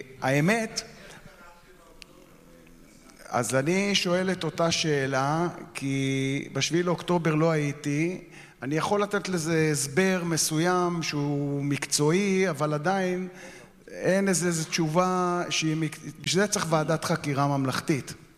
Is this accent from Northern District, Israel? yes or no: no; Ramat Gan, Tel Aviv District, Israel; אני גדלתי סמוך לגבעתיים ברמת גן, ואני גם בוגר קלעי גבעתיים.